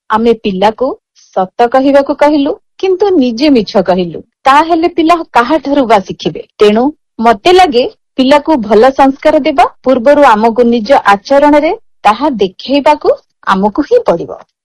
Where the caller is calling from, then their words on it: Cuttack, Odisha, India; ମୁଁ ଜଣେ ଆଇନଜୀବୀ, ମୁଁ କଟକରୁ କହୁଛି।